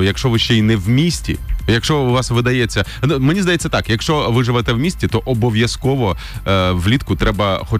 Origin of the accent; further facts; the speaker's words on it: Kherson Oblast, Ukraine; moved away; Я виріс на Херсонщині